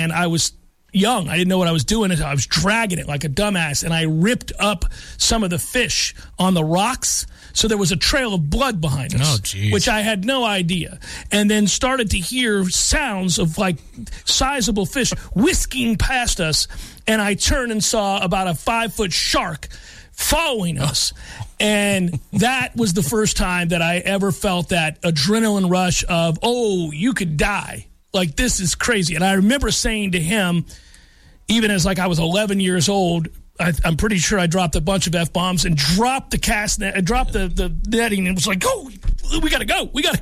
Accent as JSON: {"language": "English", "town": "St. Petersburg", "region": "Florida", "country": "United States", "tie": "born or raised there", "said": "My brother and I were at the end of our street where we grew up in St. Pete, was right on the water."}